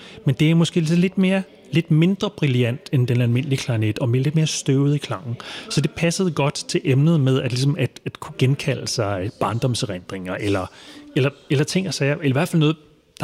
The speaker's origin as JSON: {"language": "Danish", "town": "Amager", "region": "Capital Region of Denmark", "country": "Denmark", "tie": "born or raised there", "said": "Og jeg voksede op på Amager, og der var ikke så meget inspiration der, synes jeg."}